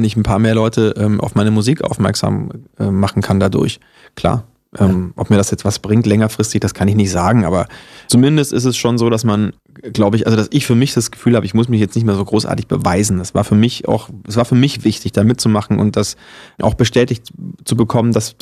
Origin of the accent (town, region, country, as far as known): Norderstedt, Schleswig-Holstein, Germany